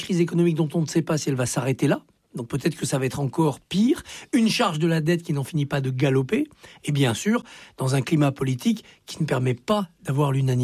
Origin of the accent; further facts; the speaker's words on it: Auvergne-Rhône-Alpes, France; trouvé très clair sur le sujet qui me tient à cœur aussi des Jeux Olympiques d'hiver 2030, puisque je suis des Hauts-de-Savoie.